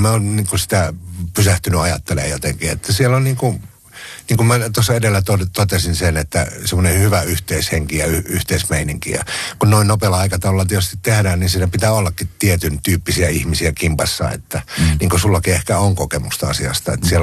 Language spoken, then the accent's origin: Finnish; Eastern Finland, Finland; moved away as an adult; mä tulin tuolta vähän niin kuin Itä-Suomesta